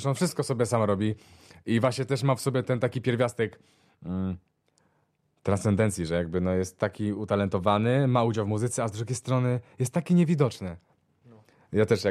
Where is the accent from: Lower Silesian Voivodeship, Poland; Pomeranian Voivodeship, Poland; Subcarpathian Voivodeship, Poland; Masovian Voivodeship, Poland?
Masovian Voivodeship, Poland; Warsaw; Ja jestem z Mokotowa. Na Mokotowie po prostu … działali.